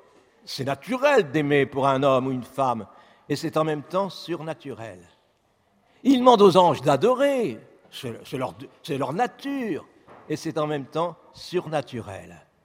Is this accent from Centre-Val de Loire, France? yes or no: no; Cambrai, Hauts-de-France, France; born there; Je suis né, j'habite à Cambrai, célèbre pour ses bêtises, d'accord, bon.